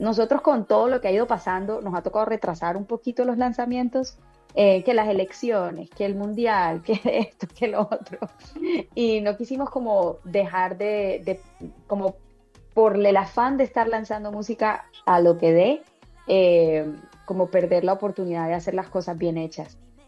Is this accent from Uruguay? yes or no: no; Colombia; moved away; que es algo que siempre he querido traer, mi Colombia conmigo.